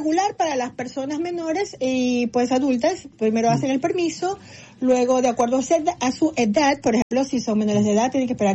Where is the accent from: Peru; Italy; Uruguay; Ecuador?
Ecuador; now in Maryland, United States; Soy de Ecuador.